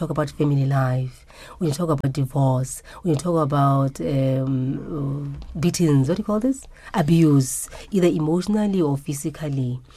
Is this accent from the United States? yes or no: no; Botswana; I'm a Botswana, born and brought and bred in Botswana.